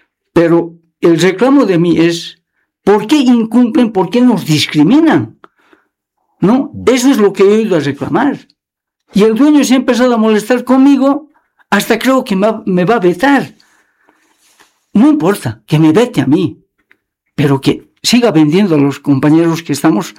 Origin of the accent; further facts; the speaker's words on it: Bolivia; Yo soy tan ciudadano boliviano como cualquier otro de la Transpando y de la Transvaca 10.